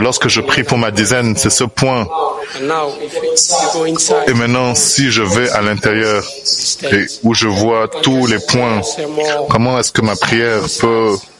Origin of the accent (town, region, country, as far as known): England, United Kingdom